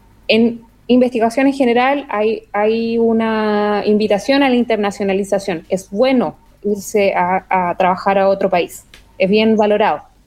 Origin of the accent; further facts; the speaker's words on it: northern Chile, Chile; me fui a estudiar agua porque vengo del norte de Chile.